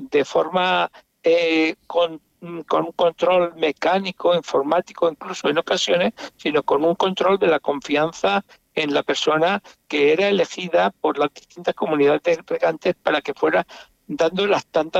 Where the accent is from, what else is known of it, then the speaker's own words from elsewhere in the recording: Region of Murcia, Spain; Somos la huerta de Europa en Murcia.